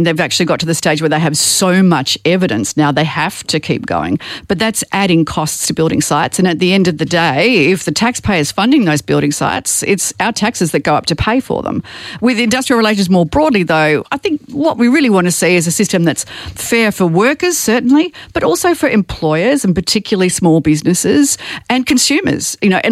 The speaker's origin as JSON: {"language": "English", "region": "Victoria", "country": "Australia", "said": "Because let's face it, and I'm from Victoria, where our prosperity."}